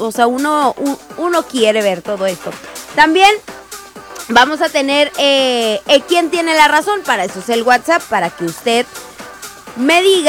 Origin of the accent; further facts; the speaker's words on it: Mexico; Soy mexicana y no me sé la canción.